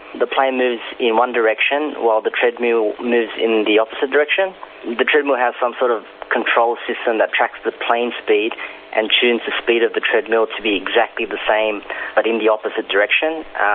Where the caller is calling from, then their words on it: Sydney, New South Wales, Australia; from Sydney, Australia.